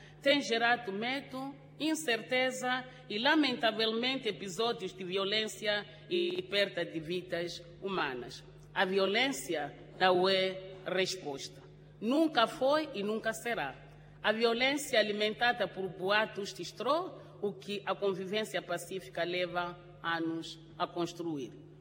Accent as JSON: {"language": "Portuguese", "country": "Mozambique", "said": "A nossa união e a nossa coesão como moçambicanos são os nossos maiores ativos."}